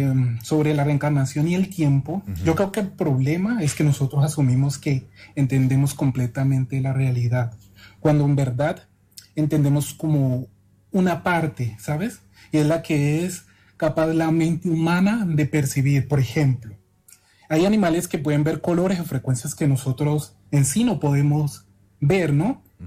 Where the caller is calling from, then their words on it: Malaysia; Actualmente me comunico desde Malasia.